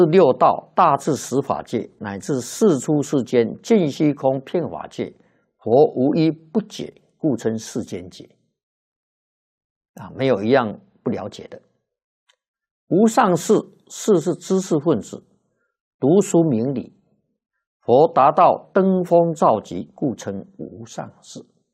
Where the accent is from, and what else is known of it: China